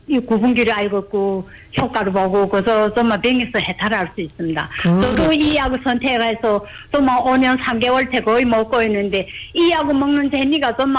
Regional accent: Jilin, China; 우리 연변에는 정말 선생님 그래서 내가 이렇게 좋으니까 우리 고향 동창 친구가

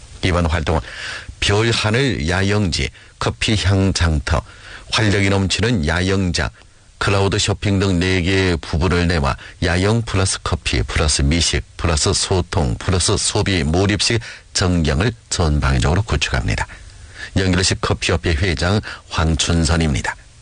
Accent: Yanji, Jilin, China; 저는 연길에서 왔는데 이번이 두 번째 방문입니다.

